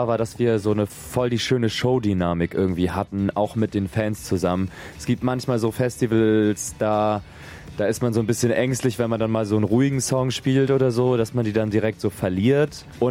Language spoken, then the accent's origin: German; Bremerhaven, Bremen, Germany; Wir kommen einfach hier aus der Region